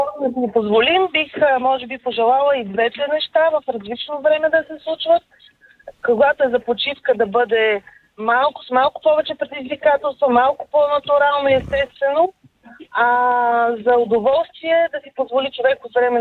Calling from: Sofia, Sofia City, Bulgaria; от София.

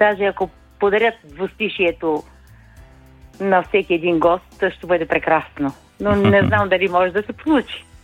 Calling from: Burgas, Burgas Province, Bulgaria; От Бургас.

